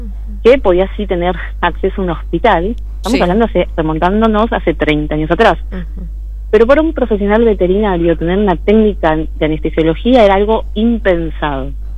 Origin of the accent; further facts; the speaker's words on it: Argentina; somos de Buenos Aires, sí, y tenemos la posibilidad hermosa de viajar por todo nuestro país